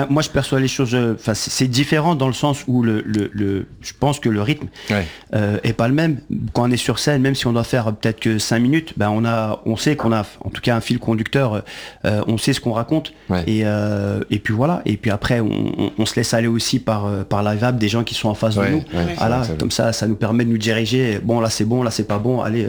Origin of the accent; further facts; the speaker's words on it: Belgium; now in Paris, France; je viens de Belgique.